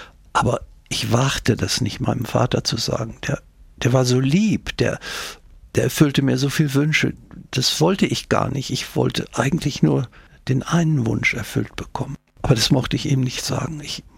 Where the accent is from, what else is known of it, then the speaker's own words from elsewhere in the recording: North Rhine-Westphalia, Germany; born there; Ich wurde 1937 in Westfalen geboren.